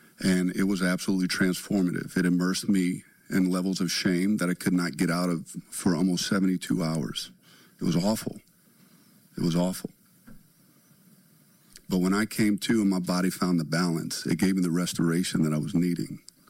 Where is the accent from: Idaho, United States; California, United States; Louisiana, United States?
Louisiana, United States; Belle Chasse; I come from southern Louisiana, born and raised in Belchase.